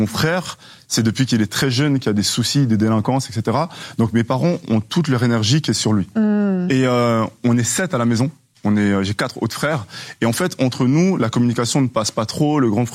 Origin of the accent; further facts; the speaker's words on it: Switzerland; Donc, une fois, je viens de la Suisse, un pays que j'aime énormément